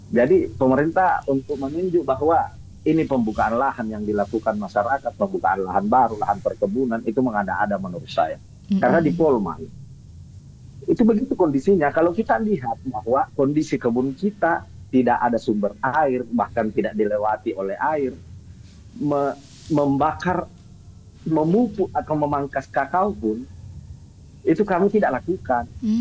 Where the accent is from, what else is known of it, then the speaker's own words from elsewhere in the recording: Sulawesi, Indonesia; Di sana kampung saya, di sana pulau saya, Pulau Sulawesi ada di sana.